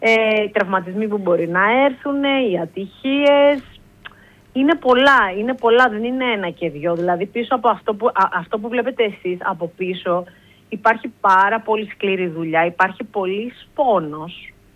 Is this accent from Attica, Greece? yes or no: yes; Egaleo, Attica, Greece; Στην περιοχή που εγώ μεγάλωσα, στο Εγάλαιο, είχε πολύ λίγα πράγματα να κάνουμε